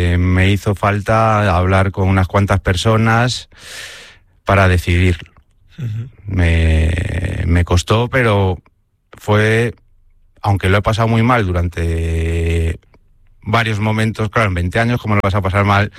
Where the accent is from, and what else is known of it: Vicedo, Galicia, Spain; born or raised there